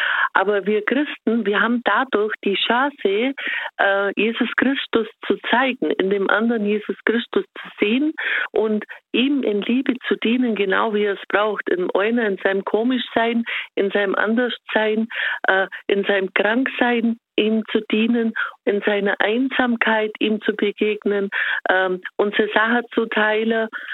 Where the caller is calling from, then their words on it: Bavaria, Germany; Ich bin aus Bayern, Deutschland.